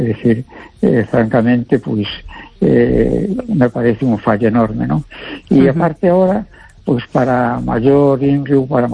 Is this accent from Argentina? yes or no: no; A Coruña, Galicia, Spain